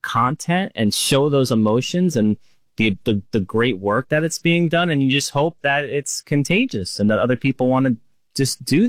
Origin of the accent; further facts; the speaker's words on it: Northeast, United States; Even people from where I grew up in the Northeast, if you ever gave like police support, they were getting shunned.